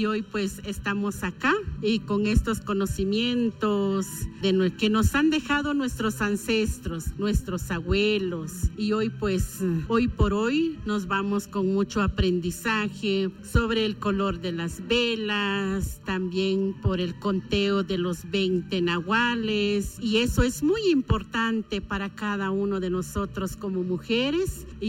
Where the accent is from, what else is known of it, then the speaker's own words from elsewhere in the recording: Baja Verapaz, Guatemala; de la Suiza de la Verapaz del Sur. Soy de Baja Verapaz.